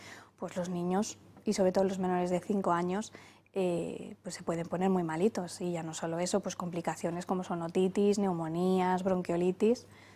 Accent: Tarancón, Castilla-La Mancha, Spain; Riánsares es el nombre de la Virgen de mi pueblo, de Tarancón.

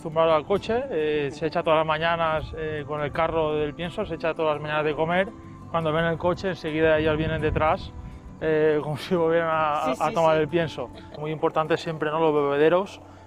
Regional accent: Bocairent, Valencian Community, Spain; Nosotros somos de Bocairen, vivimos en Bocairen toda la familia.

